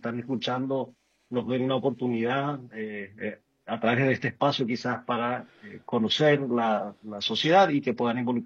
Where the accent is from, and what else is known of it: Paraguay